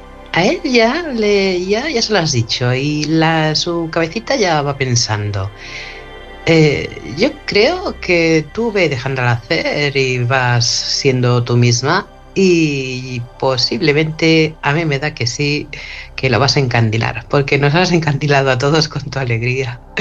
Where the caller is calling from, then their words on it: Barcelona, Catalonia, Spain; de Barcelona.